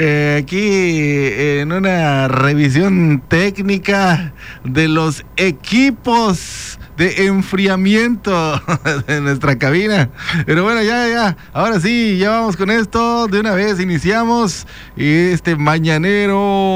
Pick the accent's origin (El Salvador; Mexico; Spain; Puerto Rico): Mexico; así somos los mexicanos.